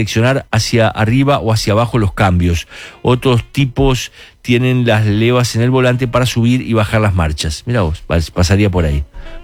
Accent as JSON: {"language": "Spanish", "region": "Flores", "country": "Uruguay", "said": "Yo soy de Flores, no soy de barrio. Soy de Flores."}